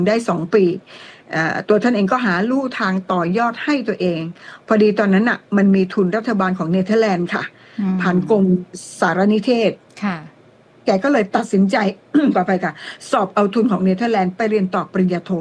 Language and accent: Thai; Isan, Thailand; จากลูกอีสานมีโอกาสได้เรียนหนังสือแค่ชั้นป.4ผมก็มาบวชเนนหาความรู้ให้ตัวเองบวชเนนอยู่10ปีเลยนะคะ